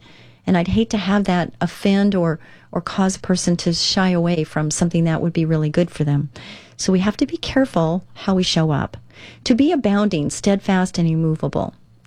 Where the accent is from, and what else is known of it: California, United States; born or raised there